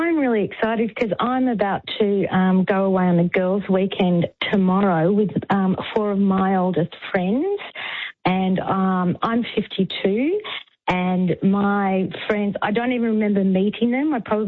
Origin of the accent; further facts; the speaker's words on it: Myrtleford, Victoria, Australia; and we grew up together in Myrtleford.